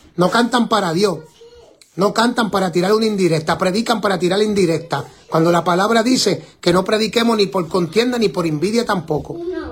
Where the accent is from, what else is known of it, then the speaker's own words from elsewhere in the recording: Carolina, Puerto Rico; Yo soy de Carolina, papá.